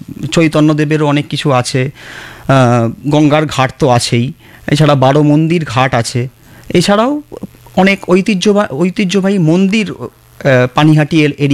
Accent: Kolkata, West Bengal, India; সবাই কিন্তু কলকাতায় আমরা ছোটোবেলা থেকেই আছি, আমাদের স্কুল কলেজ সব চাকরিস্থল সবই এই শহরে

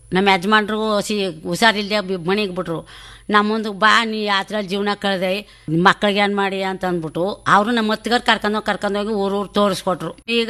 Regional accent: Chikkanti, Karnataka, India; moved away as an adult; now in Mallahalli, Nanjangud taluk, India; ನಾನು ಚಿಕ್ಕಂಟಿಯಿಂದ ನಾನು ಮಲ್ಲೊಳಗಾದಿ.

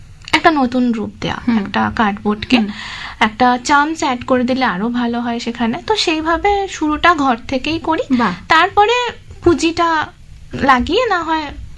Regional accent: Howrah, West Bengal, India; আমি যেহেতু হাওড়ায় থাকি, আমার বাড়ি হাওড়া

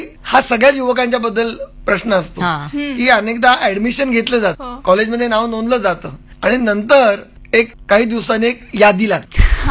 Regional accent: Aurangabad, Maharashtra, India; आमच्या शेजारी औरंगाबादला माझं बरंचसं बालपण गेलं औरंगाबादला, त्या ठिकाणी आमच्या शेजारी एक ग्रहस्थ होत

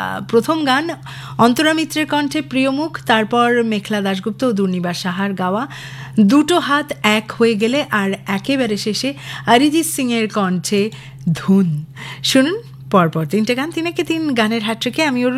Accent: Kolkata, West Bengal, India; আমরা কলকাতার মানুষেরা কত কী মিস করে যাই, তাই না? কলকাতায় থাকি বলে খেয়ালই থাকে না

